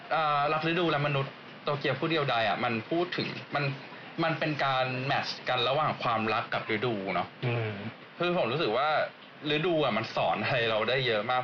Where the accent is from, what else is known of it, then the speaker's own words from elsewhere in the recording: Bangkok, Thailand; now in Japan; แต่ผมรู้สึกว่าตอนอยู่ไทยผมอยู่กรุงเทพเนาะผมเป็นคนกรุงเทพแล้วผมรู้สึกว่ากรุงเทพเป็นเมืองที่ไม่ค่อยอนุญาตให้เรามีความสุขเท่าไหร่